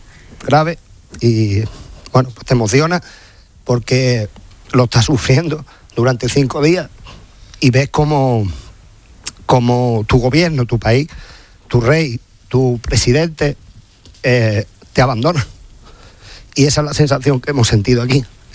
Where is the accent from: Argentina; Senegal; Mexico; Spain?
Spain; Ceuta; soy hijo de Ceuta, hijo de una persona que vino en el año después de la guerra a buscarse la vida aquí, donde nació mi padre, nací yo